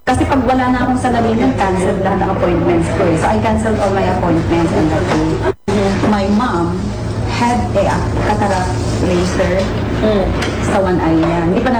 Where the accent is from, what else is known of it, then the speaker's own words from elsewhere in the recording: Cagayan Valley, Philippines; now in Quezon City, Philippines; I'm 62, going 63 years old. I'm from Isabela, Tubong Isabela, but I'm now based in Quezon City.